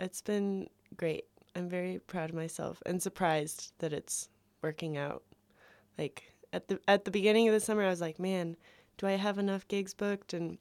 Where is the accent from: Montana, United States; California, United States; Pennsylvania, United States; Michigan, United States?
Montana, United States; Bozeman; I grew up in Bozeman over on Kelly Canyon Road. Very lucky place to grow up.